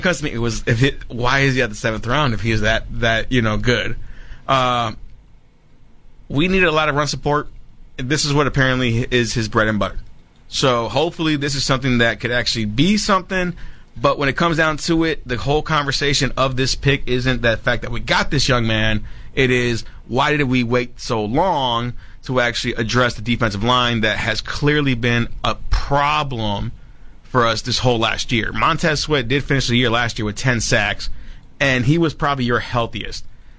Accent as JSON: {"language": "English", "town": "Chicago", "region": "Illinois", "country": "United States", "said": "You know, as a Chicagoan, I wouldn't know one thing about the steps"}